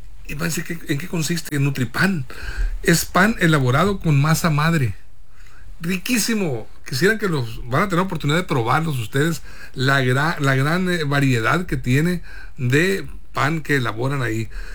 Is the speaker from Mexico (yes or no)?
yes; Guamúchil, Sinaloa, Mexico; en Guamúchil, Sinaloa, mi tierra